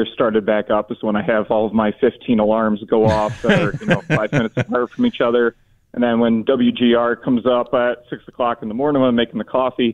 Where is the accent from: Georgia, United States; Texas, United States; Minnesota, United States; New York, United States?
New York, United States; I grew up in Cayuga County.